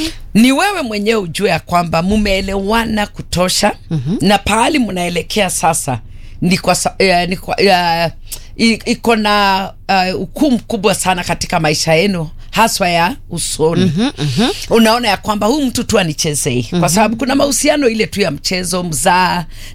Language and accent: Swahili; Kitale, Trans-Nzoia County, Kenya; hasa kule kwetu Kitale.